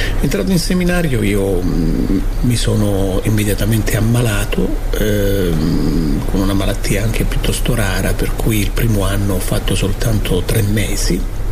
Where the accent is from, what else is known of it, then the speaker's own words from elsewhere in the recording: Isola di Capo Rizzuto, Calabria, Italy; i professionisti di Isola Caporizzuto, il mio paese natio, e tutta gente che ha frequentato i Barnabiti o i Gesuiti o i Paolini, no?